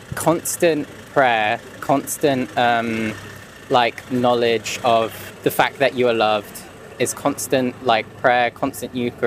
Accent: London, United Kingdom; From London.

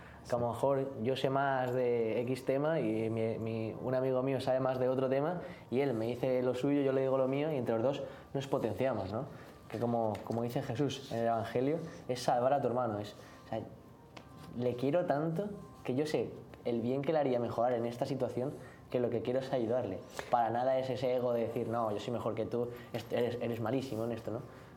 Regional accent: Madrid, Community of Madrid, Spain; Soy de Madrid, de España, ahí de la comunidad de Schoenstatt

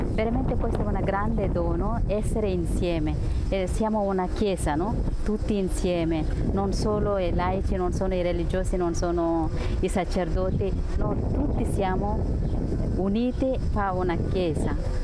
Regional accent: India; moved away as an adult; now in Italy; Vengo dall'India, appartengo alla congregazione di figlie di San Camillo. E qua in Italia da 12 anni, 18 anni.

